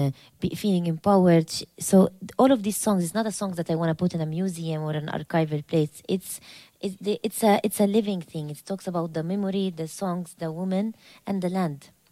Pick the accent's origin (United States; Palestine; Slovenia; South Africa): Palestine; Jerusalem; also born or lived in West Bank; Some of our families, I'm from Jerusalem. I was born in Jerusalem. My mother is from Jerusalem.